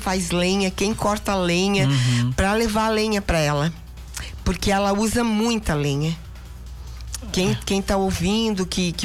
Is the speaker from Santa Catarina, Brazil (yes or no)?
yes; São Joaquim, Santa Catarina, Brazil; nós somos aqui de São Joaquim 7 pessoas